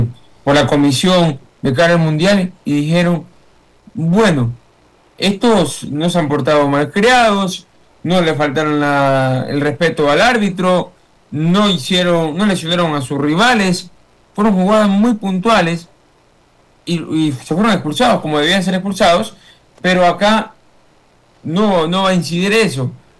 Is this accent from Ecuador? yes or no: yes; Ecuador; para nosotros como ecuatorianos que queremos que Ecuador haga un gran torneo